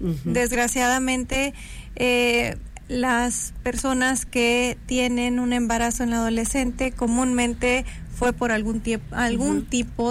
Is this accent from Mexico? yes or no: yes; Mexico; now in Colima, Mexico; Como mexicanos tenemos ese derecho.